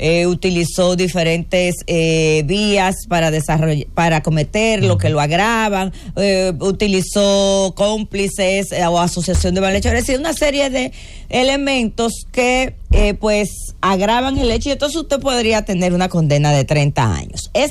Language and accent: Spanish; Dominican Republic; cómo somos nosotros, los dominicanos